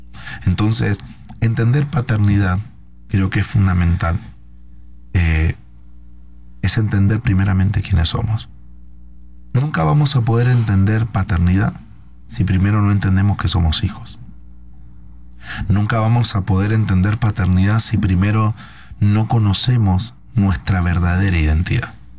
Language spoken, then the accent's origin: Spanish; Argentina; Soy argentino